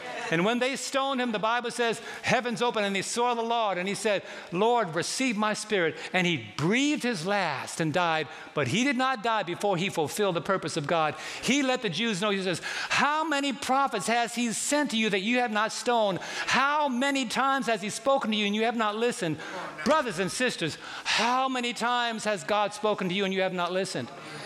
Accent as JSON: {"language": "English", "town": "New York City", "region": "New York", "country": "United States", "tie": "born or raised there", "said": "I was raised in New York City"}